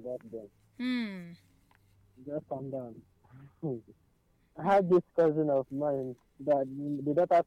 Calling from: Nigeria; from Ungo.

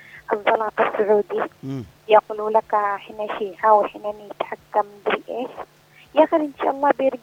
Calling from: Al-Jafariya, Raymah, Yemen; من محافظة ريمة من الجعفرية.

